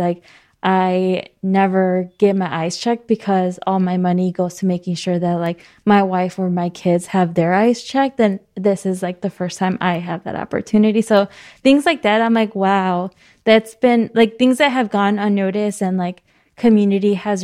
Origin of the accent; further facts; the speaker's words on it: Chicago, Illinois, United States; I was born and raised in Barden Park, and people are like, where's Barden Park? And I was like, right next to Back of the Arts, and they're like, I know where that is. I'm in Hyde Park currently.